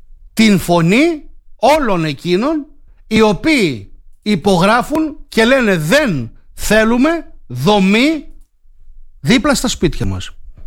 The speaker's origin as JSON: {"language": "Greek", "country": "Greece", "said": "Εμένα προσωπικά σαν Έλληνας μου κάνει τον ίδιο."}